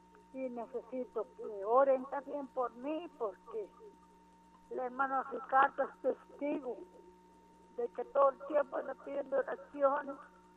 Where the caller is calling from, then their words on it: Porvenir de Canales, Guatemala; le llamo de Porvenir de Canales